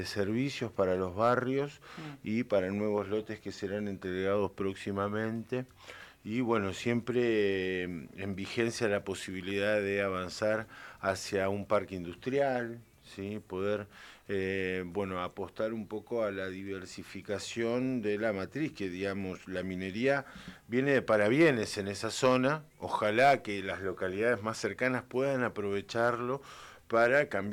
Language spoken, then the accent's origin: Spanish; Santa Cruz, Argentina